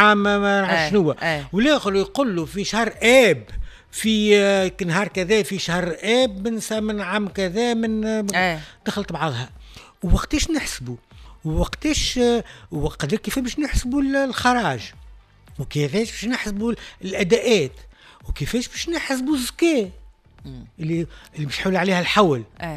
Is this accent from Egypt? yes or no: no; Tunisia; اللي كان عندنا في تونس في شمال افريقيا